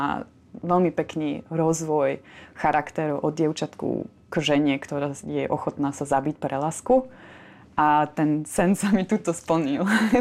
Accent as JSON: {"language": "Slovak", "country": "Austria", "second_language": "Slovak", "moved": "as an adult", "lives_now": "Slovakia", "said": "čo sme tu štyria z Rakúska, sme sa asi pomerne dobre naučili po slovensky"}